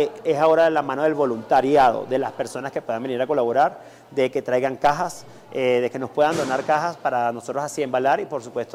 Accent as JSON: {"language": "Spanish", "country": "Venezuela", "moved": "yes", "said": "te lo digo como venezolano, ya quiero estar allá"}